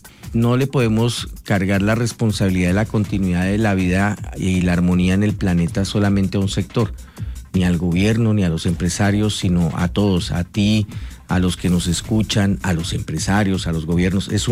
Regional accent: Mosquera, Cundinamarca, Colombia; moved away as an adult; also born or lived in La Vega, Cundinamarca; now in Mexico; Yo soy nacido en La Vega, Cundinamarca, pero me crié en Mosquera, Cundinamarca.

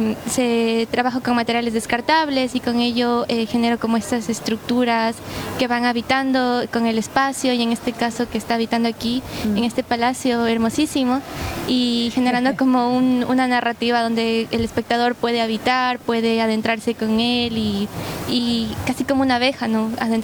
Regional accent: Quito, Pichincha, Ecuador; soy de Quito, Ecuador, y estoy aquí súper feliz de poder presentar mi trabajo en la Mar de Artes Visuales.

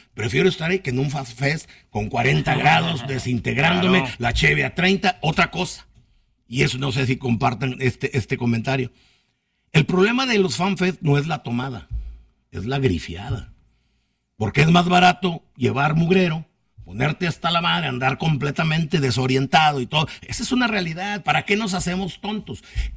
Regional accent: Mexico; todas esas gentes como yo, como muchos mexicanos

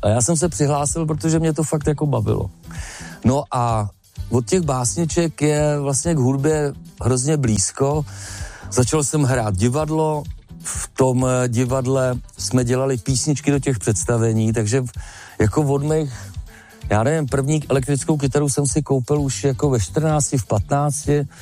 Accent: Jičín, Hradec Králové Region, Czechia; Teďka jsme na Blatech u Jičína a já jsem se narodil tady v Jičíně, to je 12 kilometrů. Tam jsem chodil na základní školu

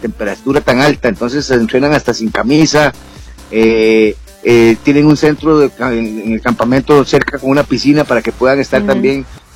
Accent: Costa Rica; nosotros como costarricenses lo vivimos

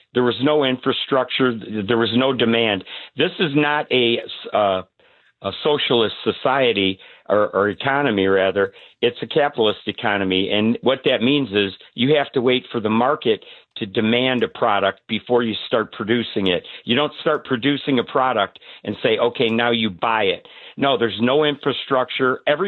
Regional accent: Michigan, United States; Macomb County, just north of Detroit.

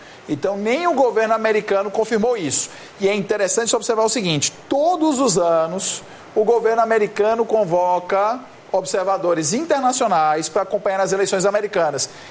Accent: Ceará, Brazil; É que na minha terra diz assim, colocou um foguete para mim. É. Ah, no Ceará a gente fala assim, colocou um foguete para mim.

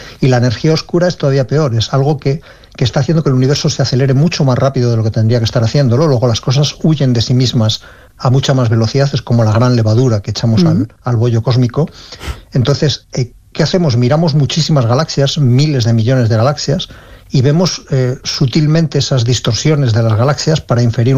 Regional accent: Ávila, Castile and León, Spain; born or raised there

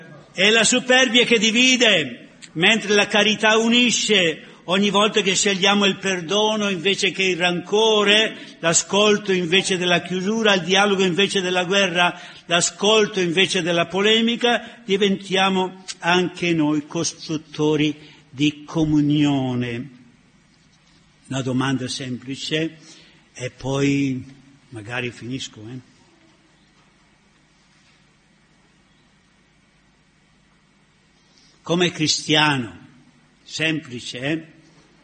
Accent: Capo di Ponte, Lombardy, Italy; io vengo da un paese che si chiama Capo di Ponte, scusate, devo fare riferimento ogni morte di Papa al mio paese capo di ponte, perché è stato costruito all'inizio di un ponte.

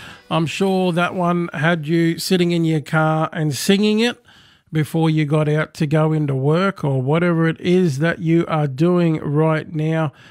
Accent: Toowoomba, Queensland, Australia; It just takes me back to the 90s, growing up in Toowoomba.

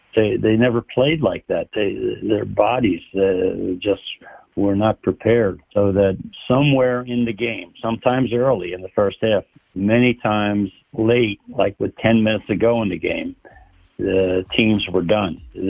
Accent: Philadelphia, Pennsylvania, United States; Yeah, two Philly boys who are from my hometown, and I finally meet them in Los Angeles.

